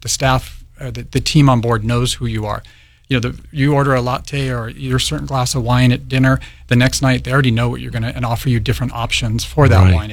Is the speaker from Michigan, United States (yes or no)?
no; California, United States; I grew up in California